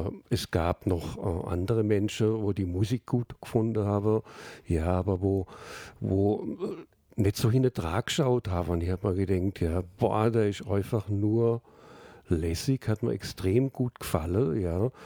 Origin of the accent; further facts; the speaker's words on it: Salzburg, Austria; born there; also born or lived in Germany; Ich bin jetzt in Salzburg sozialisiert worden. Ich komme ursprünglich aus dem Deutschen.